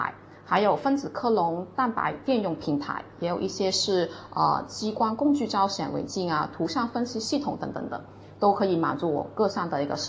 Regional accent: Macau; 是澳门人

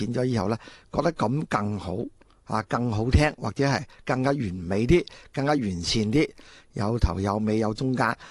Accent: Lingnan, China; 咁我估计广东音乐都应该有呢种我哋岭南人嘅特性喺度。

